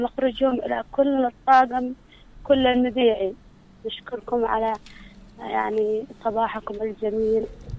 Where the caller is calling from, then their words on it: Al Jawf, Yemen; من الجوف.